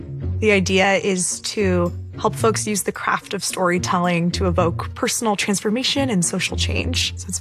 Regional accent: Los Angeles, California, United States; now in San Francisco, United States; I grew up in Los Angeles. Now I live in San Francisco.

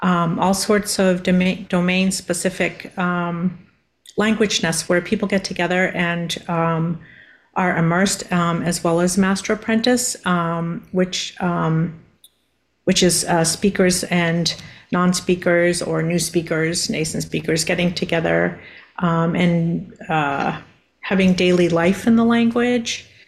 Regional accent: Mashpee, Massachusetts, United States; I'm from the Mashpee Wampanoag tribe

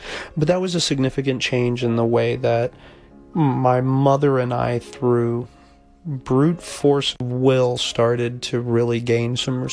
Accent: Miami, Florida, United States; Growing up in Miami, especially if you're Hispanic, you straddle two different cultures. You're as equally into … as you are

